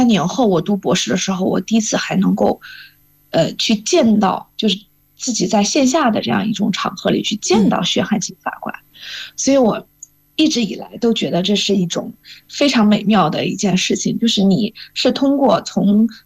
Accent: China

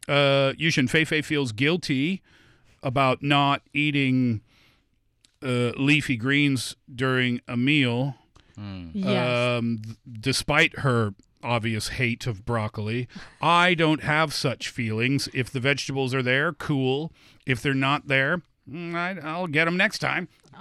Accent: Nova Scotia, Canada; now in China; Nova Scotia, where I'm from.

